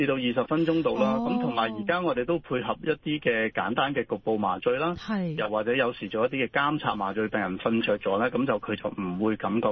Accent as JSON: {"language": "Cantonese", "country": "China", "said": "你知我哋中國人成日就會話啊，屙血尿啊，啊會唔會係熱氣啊咁樣？"}